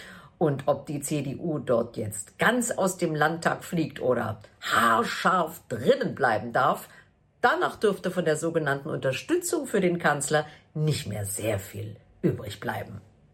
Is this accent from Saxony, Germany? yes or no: yes; Leipzig, Saxony, Germany; Ich bin ja in Leipzig aufgewachsen, ja? In den Zeiten der ersten deutschen Brandmauer.